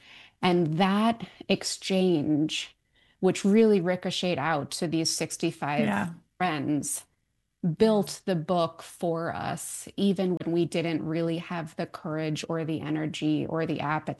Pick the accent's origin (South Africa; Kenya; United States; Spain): United States; New York City, New York; You know, I grew up in New York City, Greenwich Village, very achievement-oriented family.